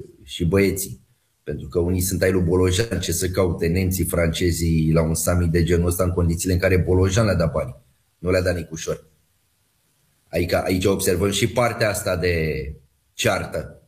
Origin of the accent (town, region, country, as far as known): Romania